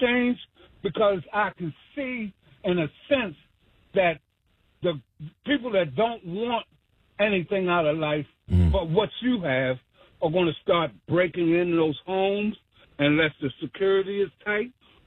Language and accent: English; Baltimore, Maryland, United States; I grew up in Reservoir Hill.